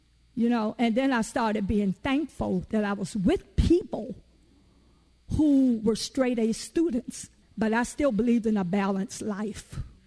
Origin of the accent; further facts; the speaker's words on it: Virginia, United States; born there; See, I ain't scared. I'm from Virginia. I was born below the Mason-Dixon line.